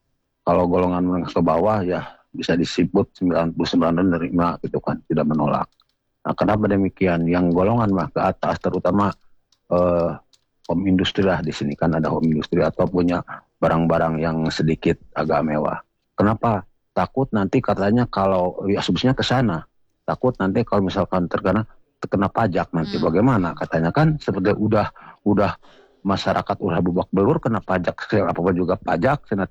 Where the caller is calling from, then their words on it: Bandung, West Java, Indonesia; Saya dari Bandung Timur, Bu.